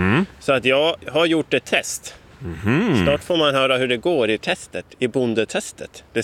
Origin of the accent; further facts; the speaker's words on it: Sweden; Jag är uppvuxen på mjölkgård i Risel.